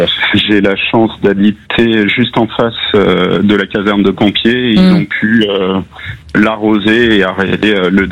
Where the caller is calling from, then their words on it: France; j'habite au Planche depuis plus de 10 ans.